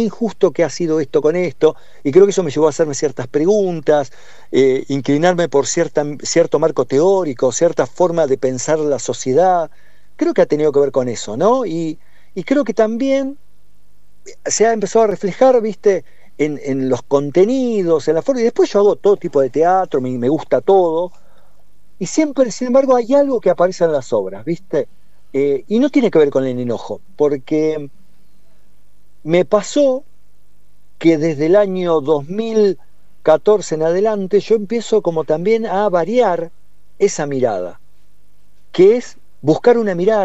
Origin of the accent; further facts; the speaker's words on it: Mar del Plata, Buenos Aires Province, Argentina; tendrá que ver con mi infancia en Mar del Plata